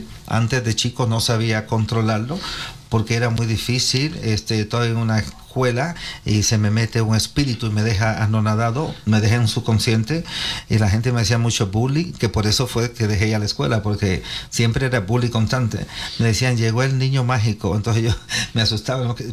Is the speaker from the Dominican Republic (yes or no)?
yes; Dominican Republic; De nosotros somos de República Dominicana, mi papá es de las Islas Europeas, de Aruba, mi mamá dominicana de Punta Cana, una playa bien bonita.